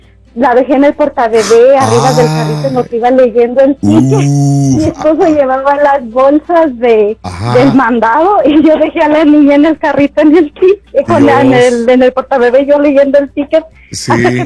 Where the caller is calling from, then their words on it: Tarimoro, Guanajuato, Mexico; Soy de un pueblito que se llama El Acebuche, Tarimoro